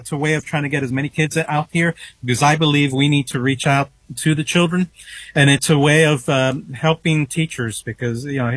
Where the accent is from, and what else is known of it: New York, United States; moved away; also born or lived in Tuxedo, New York